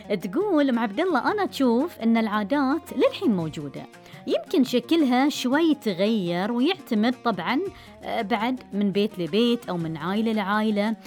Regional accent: Bahrain; ملف الأياويل وديرتنا الحبيب البحرين، ملف للخير والتواصل والبركة والسنع والهوية الجميلة والعادات والتقاليد الأصيلة

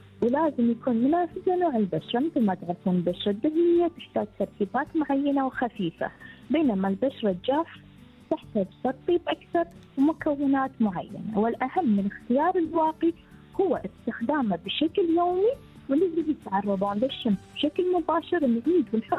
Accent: Bahrain; عندنا بالبحرين

